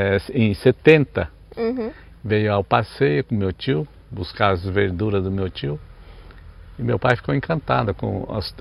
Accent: Itapecerica da Serra, São Paulo, Brazil; Viemos do município de Itapecerica da Serra, né, em São Paulo, em um bairro chamado Aldeinha. A gente morava lá, e lá meu pai já plantava lavoura, repolho, batata.

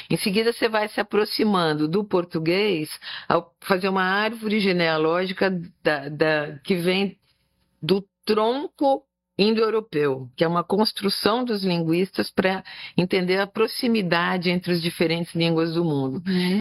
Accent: Brazil

